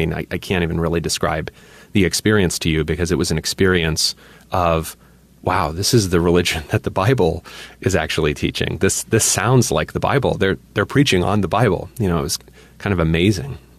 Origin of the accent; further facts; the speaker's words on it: Pennsylvania, United States; growing up in Pennsylvania, you don't really have a lot of exposure to the LCMS.